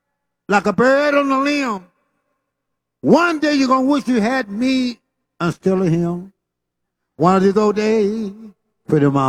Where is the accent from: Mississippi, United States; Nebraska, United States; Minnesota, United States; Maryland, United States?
Mississippi, United States; we're from Mississippi.